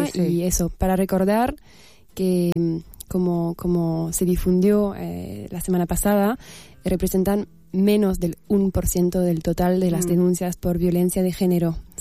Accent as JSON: {"language": "Spanish", "country": "France", "moved": "yes", "said": "yo preparándome para volverme a mi tierra, a Francia, por unos meses."}